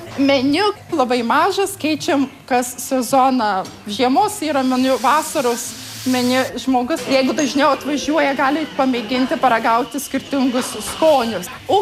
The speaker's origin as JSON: {"language": "Lithuanian", "town": "Girdžiai", "region": "Tauragė County", "country": "Lithuania", "said": "Aš esu iš Girdžių. Mano tėvų ūkis, aš pasakiau, kad sugrįžti ir man reikia pačios prasčiausios žemės."}